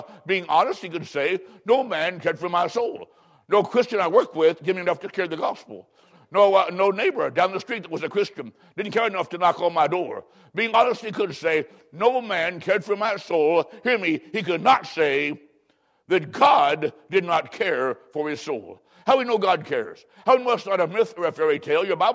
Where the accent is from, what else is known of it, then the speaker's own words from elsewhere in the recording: Macomb, Illinois, United States; I was growing up in Macomb, Illinois. I was in grade school.